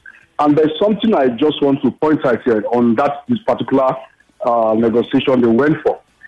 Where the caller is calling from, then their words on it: Ikeja, Lagos, Nigeria; I'm calling from Ikeja.